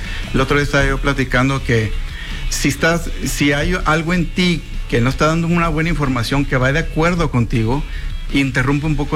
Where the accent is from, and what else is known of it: Hermosillo, Sonora, Mexico; born or raised there